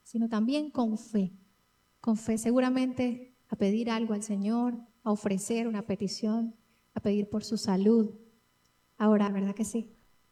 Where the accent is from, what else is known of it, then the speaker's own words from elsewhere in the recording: Táchira, Venezuela; nosotros como tachirenses, como venezolanos, creemos en un Cristo